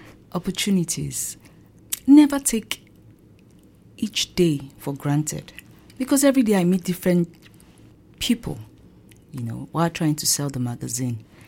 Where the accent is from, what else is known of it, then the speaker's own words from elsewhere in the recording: Nigeria; English is a second language; now in Austria; I'm African and I'm Nigerian. I'm here in Austria studying my course in English and American Studies, my master's to be precise.